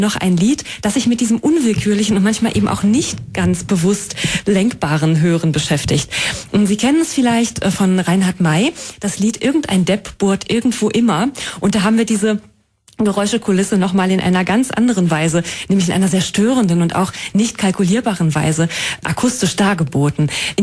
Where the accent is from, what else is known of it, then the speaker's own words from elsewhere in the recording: Halberstadt, Saxony-Anhalt, Germany; Ich weiß das zum Beispiel für meine Heimatstadt Halberstadt, dass da die Glocken in ihrem Zusammenspiel eine ganz eigene Tonalität entwickeln.